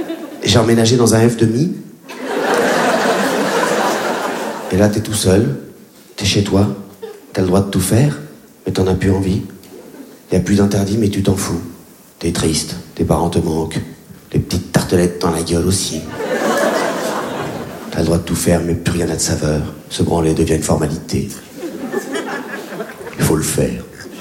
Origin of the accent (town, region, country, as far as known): Réunion; born or raised there